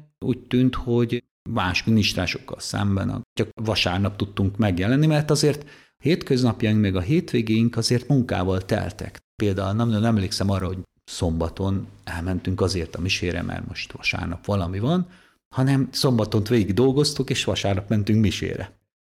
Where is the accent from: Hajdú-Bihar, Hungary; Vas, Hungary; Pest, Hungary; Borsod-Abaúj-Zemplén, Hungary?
Pest, Hungary; Pécel; now in Vác, Hungary; Vácz deákvári plébános. Pécelről számozom, ott nevelkedtem. Egy elkötelezett katolikus család